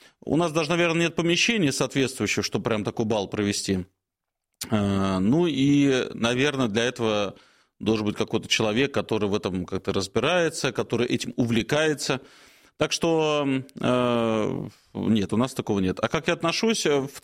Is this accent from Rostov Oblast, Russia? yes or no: no; Moscow, Russia; я сам москвич коренной